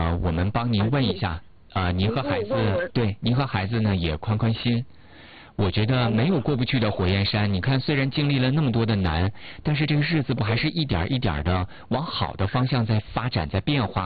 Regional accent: China; 我们中国人对于家的这个渴望

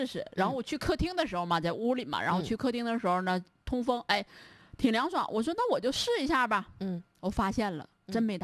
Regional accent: Northeast China, China; 作为我们东北人

